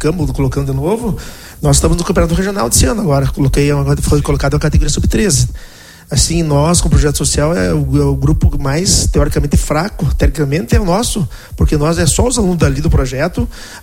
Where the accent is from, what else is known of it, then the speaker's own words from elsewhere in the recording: Passo Fundo, Rio Grande do Sul, Brazil; somos naturais de Passo Fundo, os dois, e eu lá em Passo Fundo era só a competição.